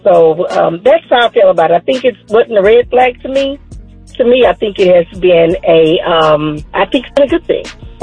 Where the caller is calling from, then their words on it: Virginia, United States; I'm from Virginia.